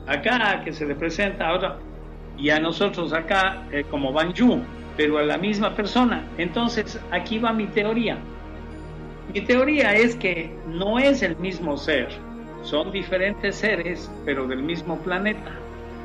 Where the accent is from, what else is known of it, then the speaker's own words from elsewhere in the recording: Cuenca, Azuay, Ecuador; el otro día tuve el agrado de dar una conferencia en Cuenca, una ciudad por acá, es mi ciudad natal